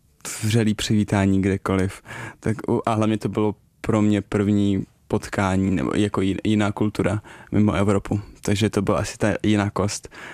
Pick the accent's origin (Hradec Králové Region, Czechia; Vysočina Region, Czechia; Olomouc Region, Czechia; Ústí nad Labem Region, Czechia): Vysočina Region, Czechia; Ne, bylo to od nás Vysočiny, odkud pocházím.